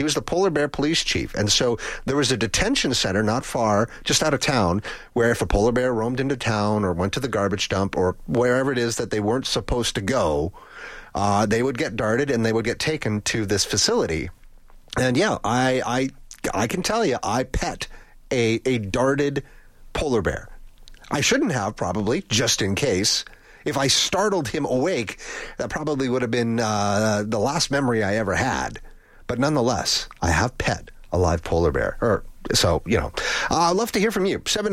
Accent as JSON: {"language": "English", "town": "Churchill", "region": "Manitoba", "country": "Canada", "tie": "born or raised there", "said": "I tell them that I grew up in Churchill, Manitoba. And we would encounter polar bears on the streets in town on our way to school."}